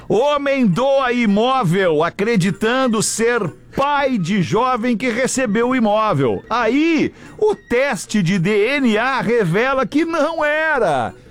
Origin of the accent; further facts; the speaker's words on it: Brazil; É porque, cara, nós na boa, velho, nós somos brasileiros, nós estamos cansados, cara.